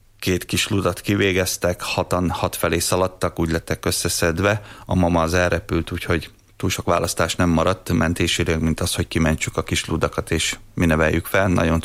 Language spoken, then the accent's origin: Hungarian; Miskolc, Borsod-Abaúj-Zemplén, Hungary; Én itt Miskolcon, az Avason nőttem fel, tehát annyira nem természetbarát hely, de azért végül is zöld rész